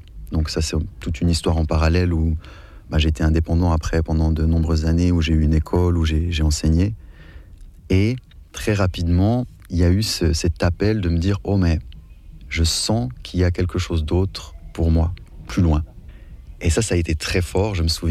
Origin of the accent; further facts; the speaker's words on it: Switzerland; born there; Mais disons que pour mes parents, ça a été très difficile dans le fait que je suis né en Suisse.